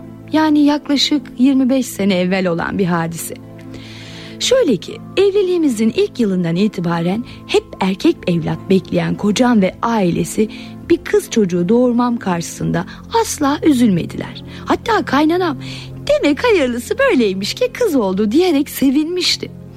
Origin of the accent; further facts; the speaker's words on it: Eskişehir, Turkey; Eskişehirliyiz.